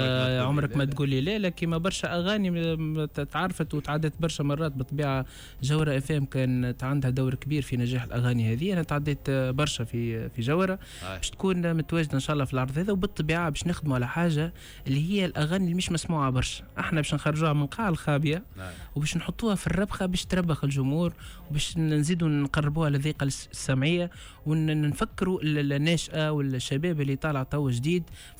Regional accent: Tunisia

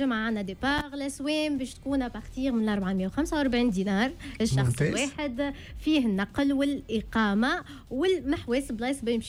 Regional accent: Hammamet, Nabeul Governorate, Tunisia; انا بنت الساحل وبنت نابل بنت حمامات جيتكم اليوم وجبت لكم البروموسيون في الحمامات.

